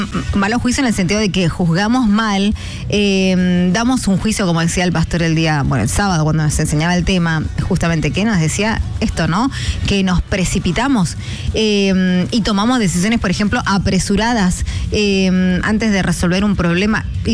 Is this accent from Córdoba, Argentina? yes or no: no; Mendoza, Argentina